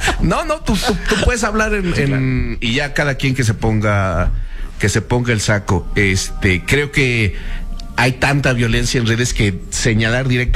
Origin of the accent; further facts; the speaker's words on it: Veracruz, Mexico; Somos de Veracruz, somos los hermanos